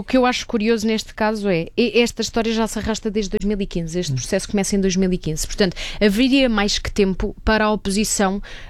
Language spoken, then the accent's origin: Portuguese; Almada, Setúbal, Portugal; eu sou da Almada